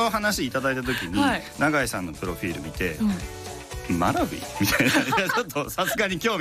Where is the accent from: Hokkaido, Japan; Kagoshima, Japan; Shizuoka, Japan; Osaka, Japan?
Hokkaido, Japan; もともとは日本語の発音から入ってるんですけど、私北海道生まれ育ちなんですけど、